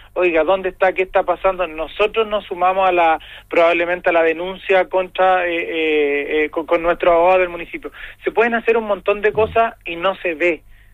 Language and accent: Spanish; Valparaíso, Chile; yo soy del Cerro Rocuán